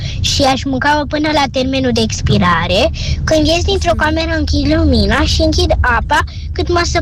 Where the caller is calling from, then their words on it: Bucharest, Romania; din București, bună, am 8 ani